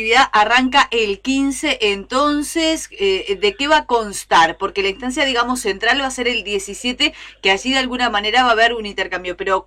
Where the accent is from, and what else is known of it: Uruguay